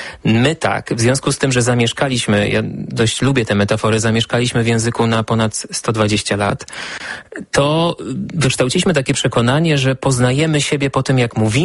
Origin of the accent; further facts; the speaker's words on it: Silesian Voivodeship, Poland; moved away as an adult; now in Warsaw, Poland; ja jestem ze Śląska, jestem Ślązakiem, ale nie potrafię tego robić. Jestem biernym użytkownikiem języka, dużo rozumiem, w zasadzie wszystko. Moja babcia używała śląszczyzny, ale ja potrafię się tylko trochę zgrywać.